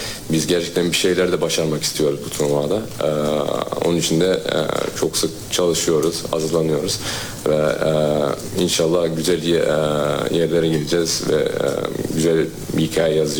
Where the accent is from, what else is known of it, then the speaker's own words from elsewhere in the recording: Netherlands; moved away; ben yani Hollanda'da doğup büyüdüm.